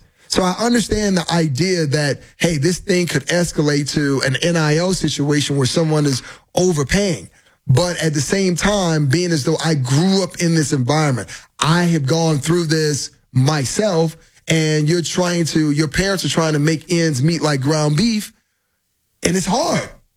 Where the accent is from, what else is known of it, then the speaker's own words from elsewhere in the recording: Florida, United States; moved away; I'm from Florida, I don't live too far, didn't live too far from Northwestern High School.